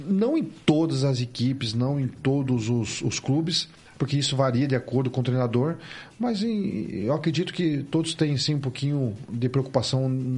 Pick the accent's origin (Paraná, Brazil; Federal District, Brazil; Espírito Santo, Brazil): Paraná, Brazil; Curitiba; a gente é daqui de Curitiba